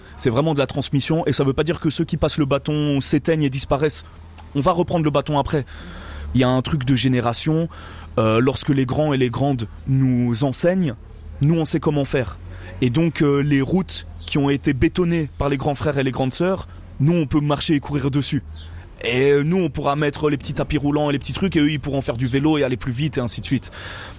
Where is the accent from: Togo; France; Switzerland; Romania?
Switzerland; Geneva; il sait très bien que je viens de Genève, que je suis suisse. Il sait, ça transpire ça, et ça transpire le bon goût.